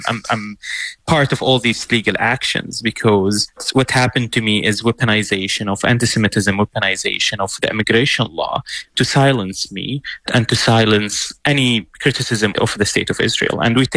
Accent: Syria; also born or lived in Lebanon; I was born and raised in Syria. For 18 years, I lived there, but I was never really like Syrian. Everything I had the word temporary. So my ID literally had the word temporary ID for Palestinian refugees.

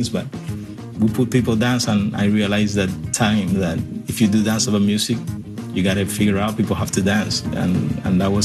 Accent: Pinar del Rio, Pinar del Río, Cuba; This old guy asked me where I came from one day, and I was like, I came from Pinar del Rio, my hometown.

